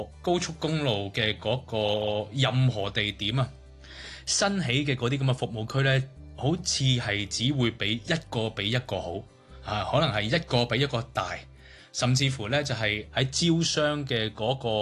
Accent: Hong Kong; now in China; 我哋香港人

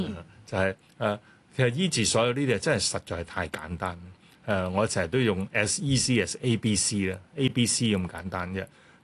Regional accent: Hong Kong; 我哋香港人

